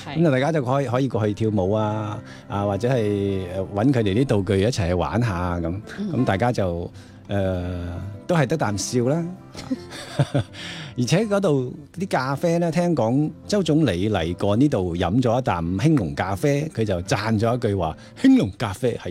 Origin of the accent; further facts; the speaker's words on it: Guangdong, China; 因为我哋广东人去好多地方都会觉得系粤菜好味嘅